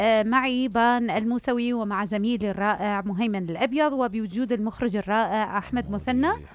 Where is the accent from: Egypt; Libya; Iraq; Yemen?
Iraq; يعني إحنا كعراقيين نخزنها بالمجمدات